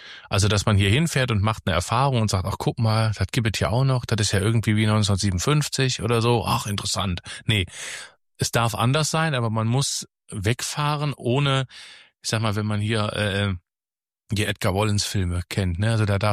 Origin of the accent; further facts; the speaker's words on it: Nettetal, North Rhine-Westphalia, Germany; moved away as an adult; now in Kevelaer, Germany; ich komme aus Nettetal, das ist gar nicht so weit von hier weg, das sind so 35 Kilometer.